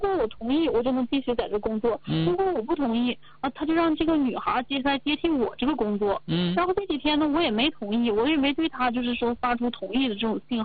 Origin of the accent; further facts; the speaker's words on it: Changchun, Jilin, China; moved away as an adult; now in Hangzhou, China; 我家是东北的，我是吉林长春人。然后今年三月份，我今年26岁。在今年三月份的时候，我从东北，从吉林长春到杭州来找的来工作的。